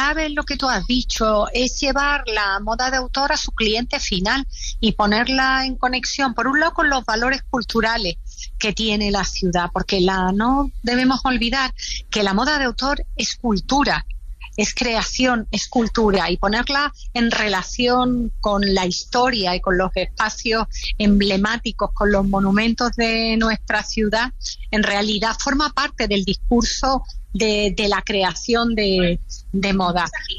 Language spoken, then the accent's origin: Spanish; Málaga, Andalusia, Spain; yo soy de Málaga